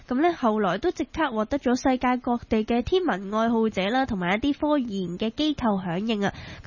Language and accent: Cantonese; China; 我觉得有啲似我哋中国人嘅中秋节